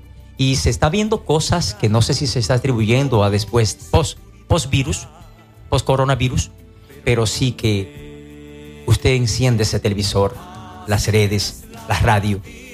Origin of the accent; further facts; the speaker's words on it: Moca, Espaillat, Dominican Republic; Gracias, Moca. Gracias, mi pueblo mocano.